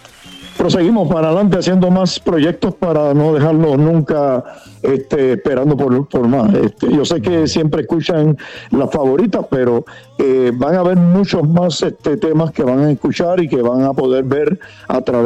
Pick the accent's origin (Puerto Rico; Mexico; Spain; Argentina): Puerto Rico; Guayama; moved away; Por los años que yo me crié allá en Guayama, Puerto Rico.